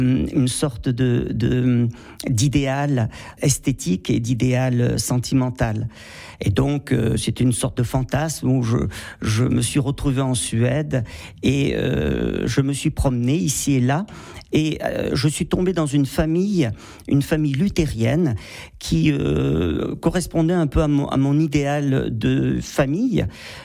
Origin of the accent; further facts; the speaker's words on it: Millau, Occitanie, France; also born or lived in Saint-Paul-Trois-Châteaux, France / Montélimar, France; Oui, je suis né à Saint-Paul-Trois-Châteaux, j'ai vécu 8 ans à Montélimar, et après on est allé à Millau, dans l'Aveyron.